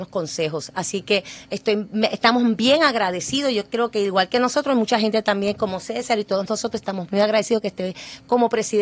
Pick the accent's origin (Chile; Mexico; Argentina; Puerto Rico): Puerto Rico; moved away as an adult; he estado, claro, en Puerto Rico toda la vida, soy puertorriqueña, me fui hace 20 años, regresé hace 2 años